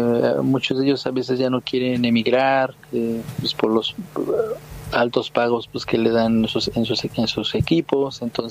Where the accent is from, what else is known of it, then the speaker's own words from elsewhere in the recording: Mexico; Pues mira, obviamente, pues como mexicano quiero que siempre le vaya bien a México, ¿verdad?